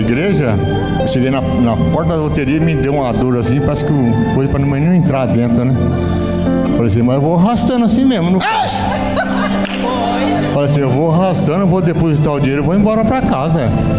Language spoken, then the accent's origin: Portuguese; Curitiba, Paraná, Brazil; Sou lá de Curitiba, mas eu vim aqui com todo prazer, mano.